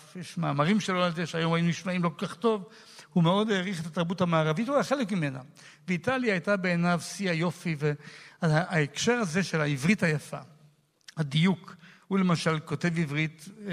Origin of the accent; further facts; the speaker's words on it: Jerusalem, Jerusalem District, Israel; אני גדלתי בירושלים עם הוריי, עם אחיותיי ואחי, בדירה היום אומרים קטנה, לנו היא נראית מאוד מרווחת, בשכונה שרובה היו מה שקראו מפייניקים, או הציונים הפרוגרסיביים